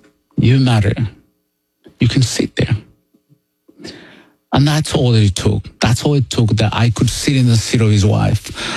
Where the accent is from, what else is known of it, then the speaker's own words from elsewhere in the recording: United States; me as an American now